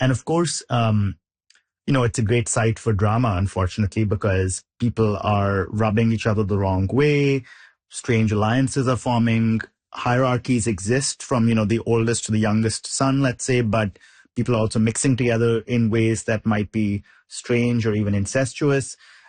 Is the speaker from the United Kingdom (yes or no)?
no; India; moved away as an adult; now in United States; I already had a bifurcated life in the sense that I grew up in India. I moved to the US for college. I was writing about India.